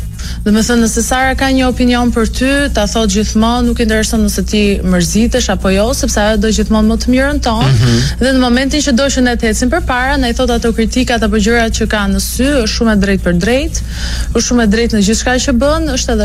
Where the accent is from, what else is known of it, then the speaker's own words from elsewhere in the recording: Durrës, Durrës County, Albania; Unë jam nga Durrësi, por më origjin jam Çame.